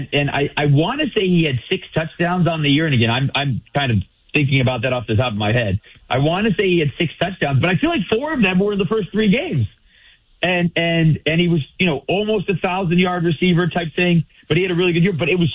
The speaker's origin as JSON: {"language": "English", "region": "Michigan", "country": "United States", "tie": "born or raised there", "also_born_or_lived": "New York City", "moved": "as an adult", "said": "I'm not a New Yorker. I grew up in Michigan."}